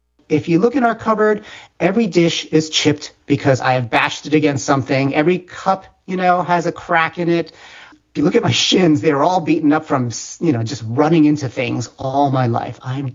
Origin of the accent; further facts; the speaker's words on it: Palo Alto, California, United States; because I grew up in Palo Alto, California